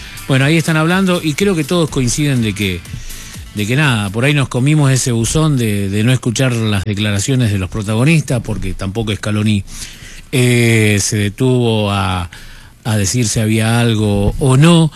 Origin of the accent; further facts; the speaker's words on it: Argentina; creo que nos tenemos que quedar como argentinos con eso.